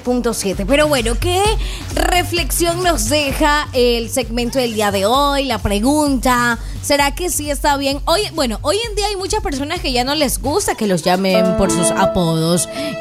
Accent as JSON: {"language": "Spanish", "country": "Ecuador", "said": "eso sí nos representa como ecuatorianos"}